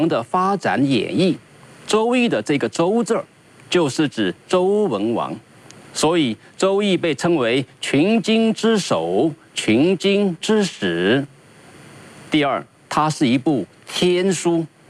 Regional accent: China; 很好的体现了我们中国人的精神风貌和理想追求。

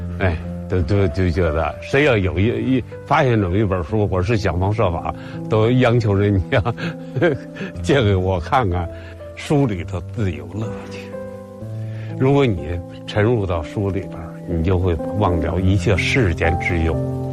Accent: China; 就是因为它解决了我们中国人吃饭的问题

